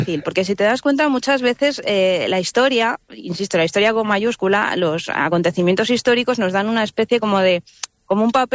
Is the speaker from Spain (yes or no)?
yes; Salamanca, Castile and León, Spain; Fíjate, yo soy de Salamanca y estudié primero filosofía y luego teoría de la literatura y literatura comparada.